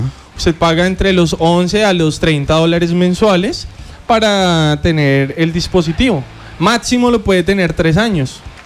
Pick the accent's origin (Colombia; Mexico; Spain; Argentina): Colombia; que somos, sí, los colombianos.